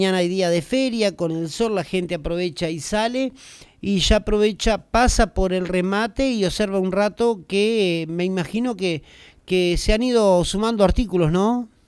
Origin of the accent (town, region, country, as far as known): Uruguay